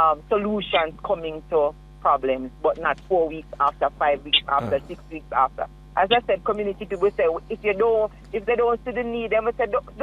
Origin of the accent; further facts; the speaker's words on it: Clarendon, Jamaica; which actually I am from Clarendon.